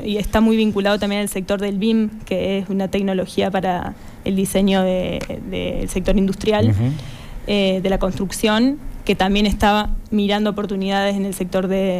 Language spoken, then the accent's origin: Spanish; Chubut, Argentina; Soy de la Patagonia.